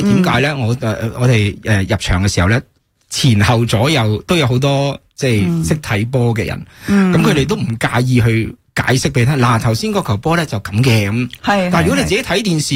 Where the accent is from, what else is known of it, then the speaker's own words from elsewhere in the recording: Hong Kong; moved away; 因为我哋系香港嚟嘅